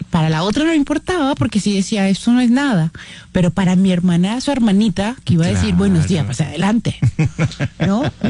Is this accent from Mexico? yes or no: no; Valencia, Carabobo, Venezuela; yo soy de Valencia